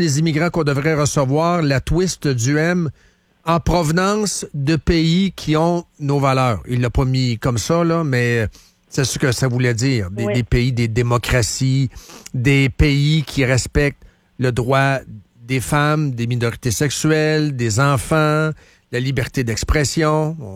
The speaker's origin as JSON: {"language": "French", "town": "Shawinigan", "region": "Quebec", "country": "Canada", "moved": "yes", "lives_now": "Quebec City, Canada", "said": "ben moi, je suis à Québec depuis 30 ans. Là. J'ai vu la vague de Bosnie. Ça n'a pas frappé beaucoup ma contrée d'origine, là, Shawinigan."}